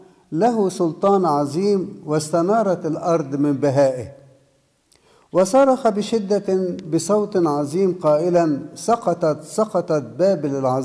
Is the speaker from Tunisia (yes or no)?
no; Upper Egypt, Egypt; moved away as an adult; وأنا صغير في الصعيد